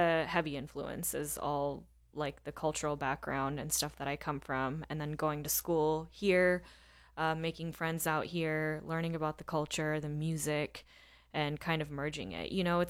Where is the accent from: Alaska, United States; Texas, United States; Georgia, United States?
Texas, United States; Round Rock; I grew up in Round Rock and mm-hmm. went to school out there. There weren't many people that looked like me.